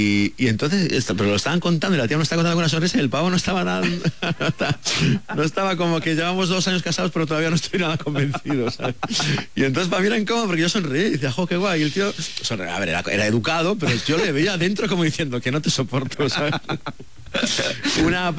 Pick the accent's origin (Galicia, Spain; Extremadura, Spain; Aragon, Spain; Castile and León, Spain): Galicia, Spain; Sanxenxo; pero yo soy de Sanxenxo y mis cuatro abuelos son de Sanxenxo y yo empiezo como periodista en Sanxenxo